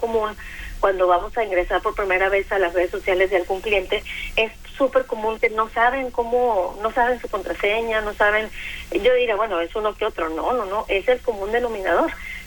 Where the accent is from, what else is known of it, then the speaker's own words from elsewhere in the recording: Mexico; como mexicanos somos un poco necios, un poco tercos.